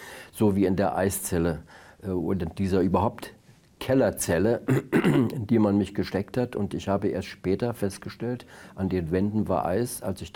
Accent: Brandenburg, Germany; ich bin ja aus Brandenburg, wo ich dann in Strafhaft war

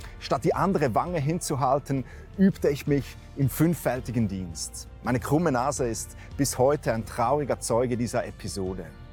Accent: Switzerland; Bei uns in der Schweiz gibt es ein Gesetz, dass man auf der Autobahn maximal 120 fahren darf.

